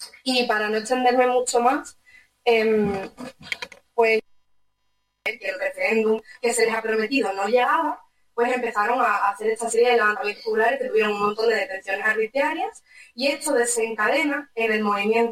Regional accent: Spain; born there; yo soy nacida en la diáspora, yo nací en España, pero pues soy de origen saharaui y concretamente soy de las zonas ocupadas del Sáhara Occidental.

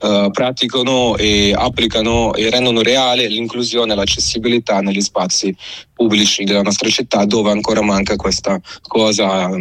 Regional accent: Lombardy, Italy; now in Milan, Italy; perché appunto parlo da lombardo.

